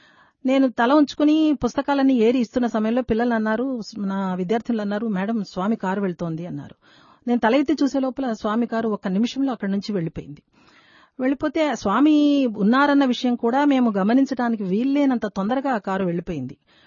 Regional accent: Andhra Pradesh, India; నాకు అప్పుడు చాలా నచ్చింది, ఎందుకంటే నేను రాయలసీమ దాన్ని, స్వామి రాయలసీమ సంబంధించినటువంటి వారు, తీపులు చాలా బాగున్నాయి స్వామి అని అన్నాను.

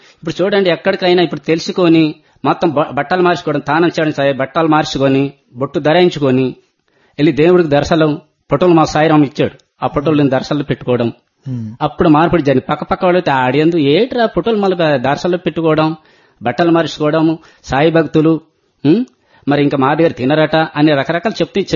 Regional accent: Andhra Pradesh, India; మా ఊరు లయగండ. లయగండ.

